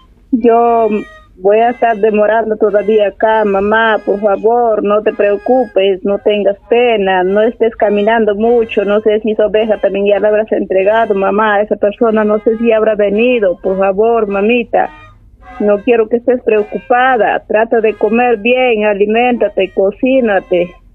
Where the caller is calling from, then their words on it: Ica, Peru; Yo soy de acá, de Ica.